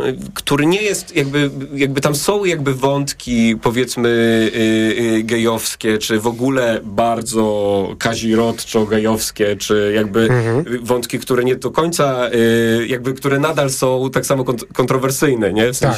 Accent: Kazimierz Dolny, Lublin Voivodeship, Poland; also born or lived in London; now in Warsaw, Poland; wychowywałem się jakby na prowincji lubelskiej, wspaniałej.

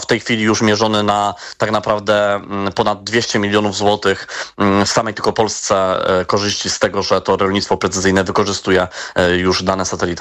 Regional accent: Kraków, Lesser Poland, Poland; bo ja sam liczyłem jako krakowianin, żeby ten ośrodek był jednak gdzieś tutaj w Krakowie

